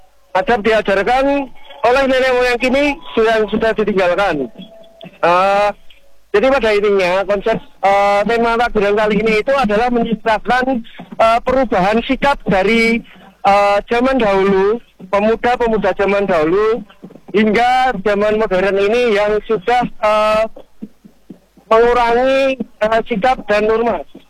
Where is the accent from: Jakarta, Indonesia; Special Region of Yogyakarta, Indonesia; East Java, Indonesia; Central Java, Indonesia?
Special Region of Yogyakarta, Indonesia; Pleret; Kami itu berasal dari Dusun Daromo 1, dari kabilah nomor 9 dari Dusun Daromo 1, Segeroso, Pleret Bantul.